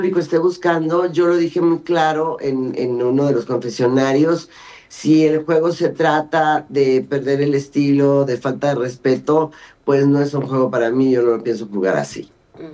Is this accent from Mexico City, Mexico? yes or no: yes; Mexico City, Mexico; also born or lived in Brazil; cuando llegamos de Brasil, que se murió mi papá, nos fuimos a vivir a una vecindad a Clavería que está al lado de Azcapotzalco, donde hice la preparatoria. Crecí en Popotla y el hecho de venir de una colonia que no sea la colonia más nice